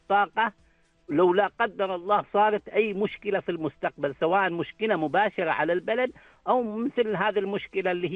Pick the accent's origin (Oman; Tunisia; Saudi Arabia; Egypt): Oman; لنا نحن كعمانيين